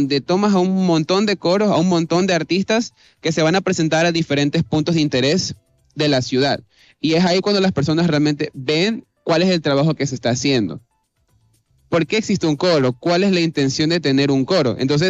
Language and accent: Spanish; Manabí, Ecuador; somos de Manabí.